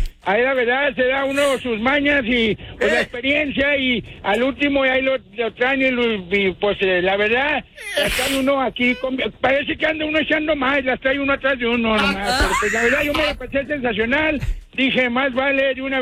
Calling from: Navojoa, Sonora, Mexico; Del mero Navojoa, de la colonia Francisco Villa.

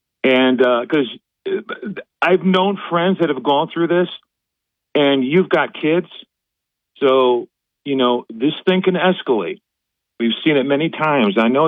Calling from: Binghamton, New York, United States

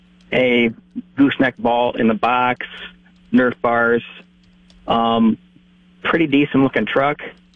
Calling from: South Dakota, United States; from Elsister.

